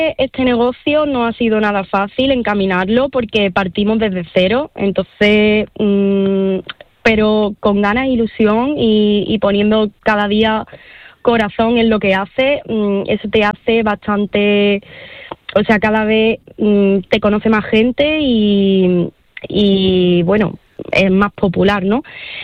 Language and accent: Spanish; Alcaucín, Andalusia, Spain; born there; especialmente Alcaucín, uno de nuestros pueblos, mi pueblo, como paraíso natural